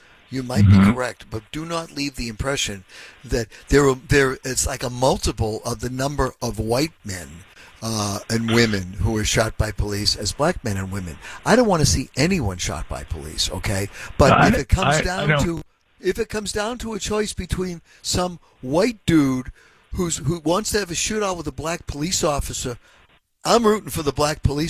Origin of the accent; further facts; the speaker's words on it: Boston, Massachusetts, United States; When I grew up in Boston, it was rare to see a black police officer.